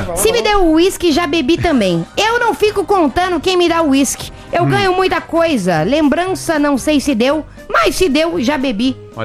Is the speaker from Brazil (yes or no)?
no; Argentina; Eu sou argentino.